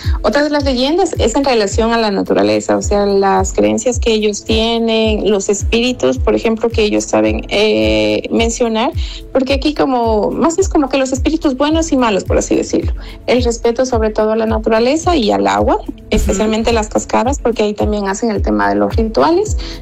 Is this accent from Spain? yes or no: no; Ecuador; De hecho, nuestro país es pluricultural, entonces eso es lo que da valor a nosotros como ecuatorianos.